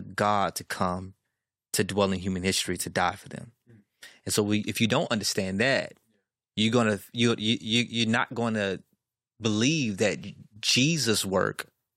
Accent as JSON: {"language": "English", "town": "Chicago", "region": "Illinois", "country": "United States", "said": "On this side, it's my Chicago Bulls cap, because I'm from Chicago."}